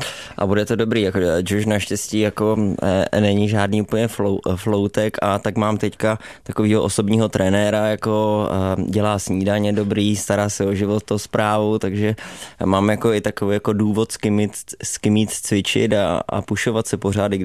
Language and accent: Czech; Ostrava, Moravian-Silesian Region, Czechia; takže jo, ale jako vlastně jsem Ostravák.